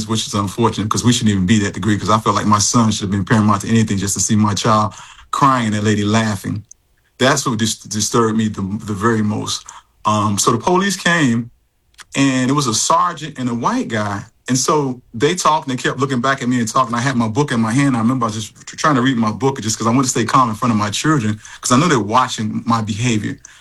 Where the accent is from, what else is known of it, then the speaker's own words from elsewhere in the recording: Chicago, Illinois, United States; moved away; But I grew up in Chicago, so I'm kind of used to it a little bit.